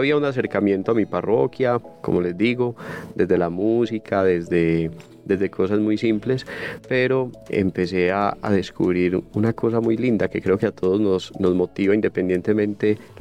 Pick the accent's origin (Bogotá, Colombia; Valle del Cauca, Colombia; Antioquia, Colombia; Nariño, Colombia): Antioquia, Colombia; Medellín; born there; nací en esta ciudad, en Medellín, en medio de una familia culturalmente católica.